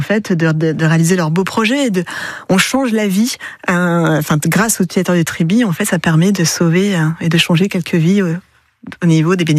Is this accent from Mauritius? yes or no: no; Hauts-de-France, France; plutôt dans des grosses boîtes sur Paris, parce que je suis originaire du Nord, mais j'étais faire ma dernière année, mes premiers postes à Paris.